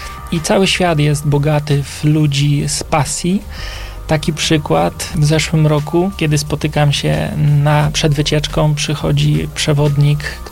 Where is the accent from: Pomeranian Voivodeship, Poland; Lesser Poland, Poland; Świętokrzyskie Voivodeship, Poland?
Świętokrzyskie Voivodeship, Poland; Kielce